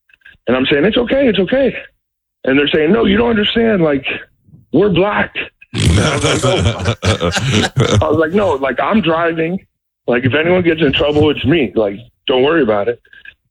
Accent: Tampa, Florida, United States; I graduated high school. I grew up in Tampa. I played football for one of the big schools over here.

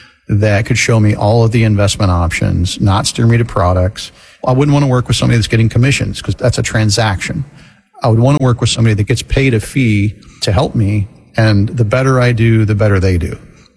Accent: Florida, United States; Well, yeah, I grew up in Florida.

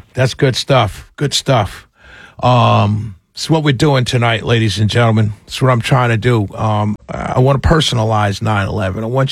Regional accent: New York, United States; because I'm from New York

